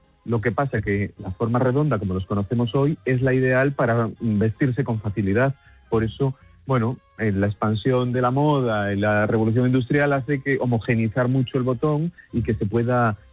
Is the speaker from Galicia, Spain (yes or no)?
yes; Galicia, Spain; que, bueno, yo como gallego tengo que re